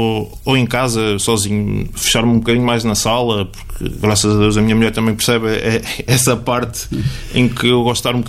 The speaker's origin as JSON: {"language": "Portuguese", "town": "Vozela", "region": "Viseu", "country": "Portugal", "tie": "born or raised there", "said": "Cresci em Vozela, tenho os meus amigos em Vozela, tenho a família em Vozela."}